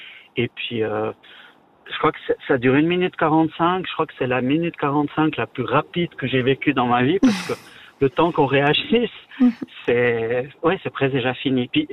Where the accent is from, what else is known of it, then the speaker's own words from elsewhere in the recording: Valais, Switzerland; Oui, alors je vous appelle. Donc, je suis valaisan, encore.